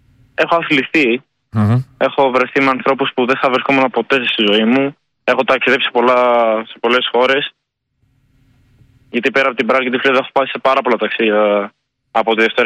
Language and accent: Greek; Mantamados, North Aegean, Greece; Η Μυτιλήνη, το χωριό μου.